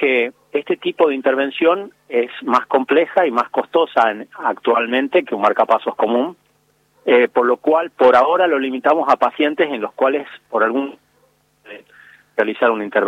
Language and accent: Spanish; Salta, Argentina; somos médicos salteños